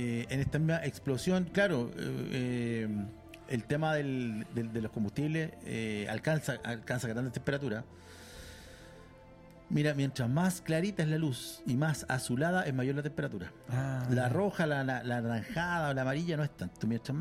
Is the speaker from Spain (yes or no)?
no; Chile